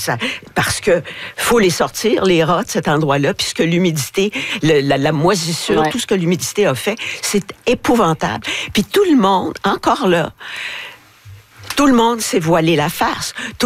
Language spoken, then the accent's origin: French; France; Ben, je suis française.